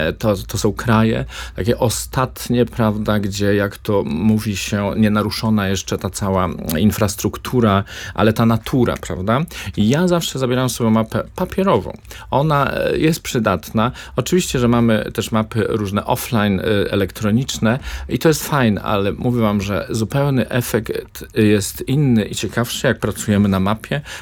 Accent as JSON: {"language": "Polish", "region": "Podlaskie Voivodeship", "country": "Poland", "tie": "born there", "moved": "yes", "said": "to jest taka mała wioska, skąd ja pochodzę z urodzenia, na ziemia suwalska"}